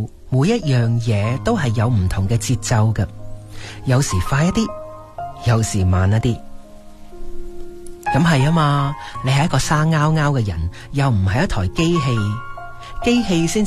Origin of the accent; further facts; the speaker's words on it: Guangdong, China; 我们广东人